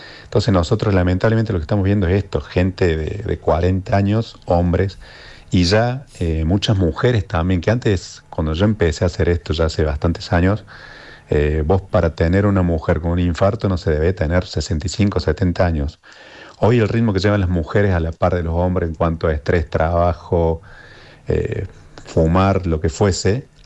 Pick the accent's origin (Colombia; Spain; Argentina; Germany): Argentina; Córdoba; Bueno, Sofi nombró, somos de Alta Córdoba, en el Sanatorio Francés.